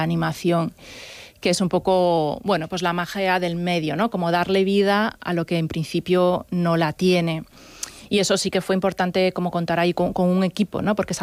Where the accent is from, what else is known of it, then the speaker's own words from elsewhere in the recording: Galicia, Spain; Tienen un punto como de artificio, de que siendo gallega sabes que la vida diaria no es así.